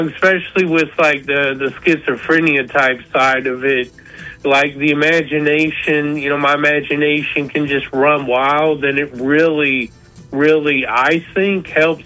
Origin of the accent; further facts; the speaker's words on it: Appalachia, United States; moved away; I grew up in Appalachia for 18, 20 years and then moved to Alabama. So that's where I am right now.